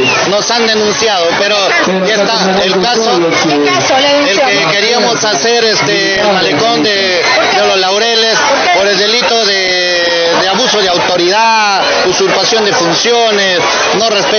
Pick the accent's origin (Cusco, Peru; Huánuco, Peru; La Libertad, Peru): Huánuco, Peru; Amarilis; por el amor que lo tengo a mi tierra, por el amor que tengo a Amarilis, que me dio todo lo que soy.